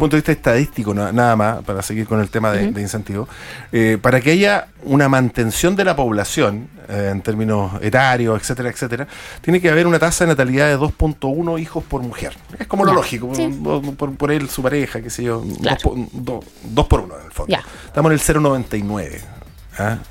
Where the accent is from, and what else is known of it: Chile